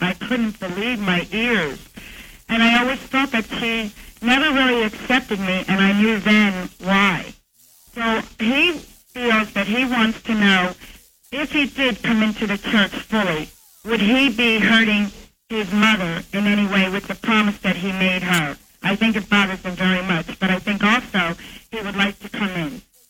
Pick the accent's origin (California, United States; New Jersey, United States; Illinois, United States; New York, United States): New Jersey, United States; Stewartsville; And I'm from Stewartsville, New Jersey.